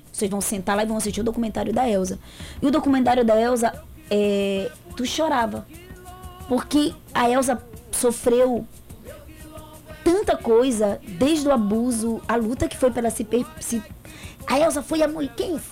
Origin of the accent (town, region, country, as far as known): Amapá, Brazil